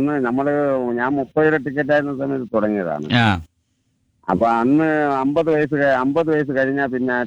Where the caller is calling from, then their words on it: Azhikode, Kerala, India; ഞാൻ അഴിക്കോട്ടല്ലേ, ഞാൻ അഴിക്കോട്ട് നിന്ന്